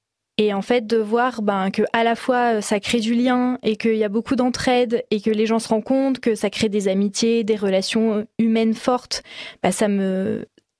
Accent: Valence, Auvergne-Rhône-Alpes, France; Alors moi, j'ai grandi à Valence. C'est pas très loin, mais je suis plutôt team drômoise.

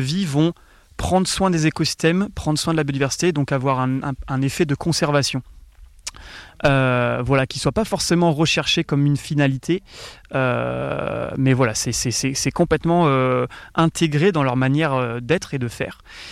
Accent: Valvignères, Auvergne-Rhône-Alpes, France; Donc moi j'ai grandi en Ardèche, à Valvinière

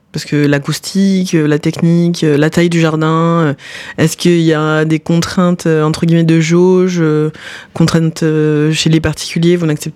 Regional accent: Pont-de-l'Isère, Auvergne-Rhône-Alpes, France; Pour moi je suis de Pont-d'Isère, donc pour le territoire on est proche

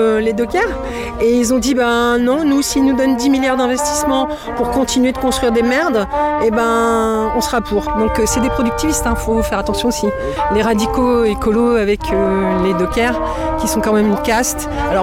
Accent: Le Havre, Normandy, France; je viens du Havre et ce méga canal nous concerne aussi

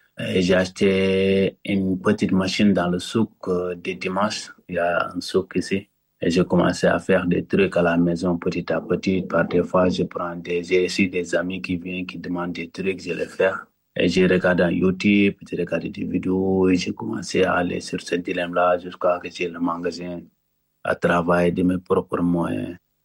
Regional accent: Senegal; mes cousins chez moi, au Sénégal, mes cousins, ils sont des couturiers.

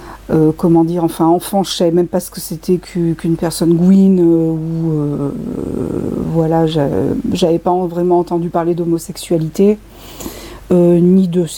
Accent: Clermont-Ferrand, Auvergne-Rhône-Alpes, France; born there; Je suis née à Clermont-Ferrand. J'ai quitté Clermont dès ma majorité, mais je suis revenue vivre à Clermont fin 2011.

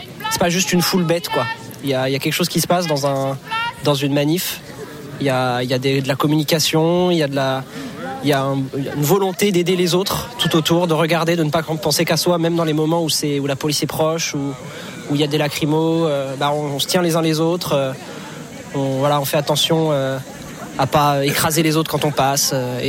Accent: Brest, Brittany, France; Eh bien, moi, je viens de Brest. Je viens de Brest, où je suis en train de travailler là-bas.

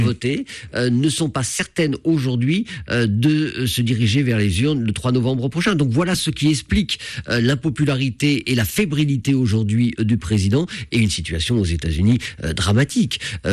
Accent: France; also born or lived in United States; en tant que Français, qu'Européen, puisque je suis franco-américain

